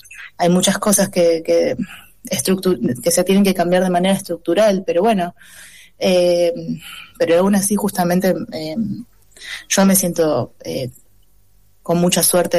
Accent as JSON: {"language": "Spanish", "country": "Argentina", "said": "si bien soy argentina, eso, me ven la cara, o sea, soy claramente parte de una diáspora muy pequeña pero que también conforma la sociedad en la que vivimos en Argentina"}